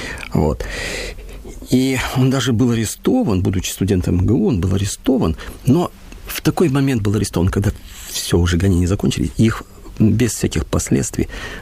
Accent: Grodno, Grodno Region, Belarus; я уже стал священником, приехал в свой город Гродно

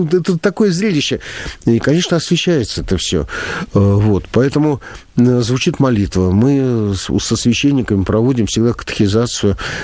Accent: Zhukovsky, Moscow Oblast, Russia; Я знаю, я сам из Подмосковья, я из Жуковского.

